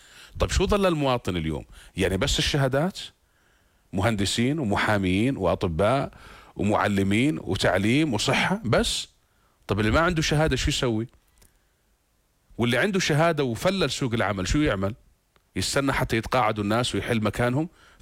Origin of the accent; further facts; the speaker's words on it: Jordan; أنا كأردني